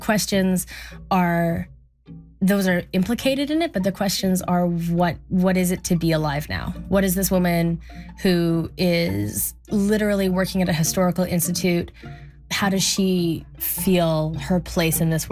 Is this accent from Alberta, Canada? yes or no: yes; Alberta, Canada; I'm from Alberta, by the way.